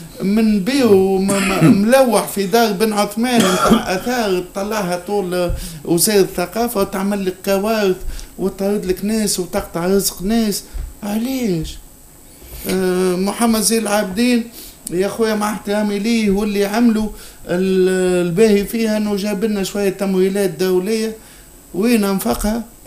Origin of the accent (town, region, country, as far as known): Tunisia